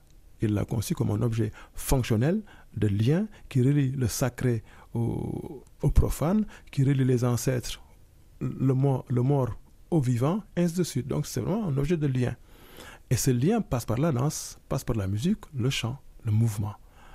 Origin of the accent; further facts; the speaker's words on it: Senegal; Là, je ne parle pas en tant que Sénégalais ou en tant qu'Afranco-Sénégalais, je parle juste en tant qu'humain